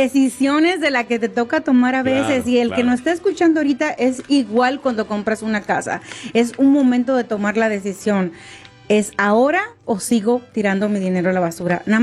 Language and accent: Spanish; Dominican Republic; now in Arizona, United States; Siempre he vivido. Wow. Yo no soy la dominicana que típica que viene a Nueva York.